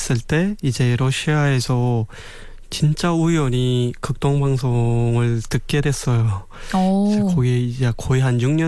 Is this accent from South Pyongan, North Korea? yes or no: yes; South Pyongan, North Korea; moved away as an adult; now in South Korea; 제 고향은 평안남도입니다.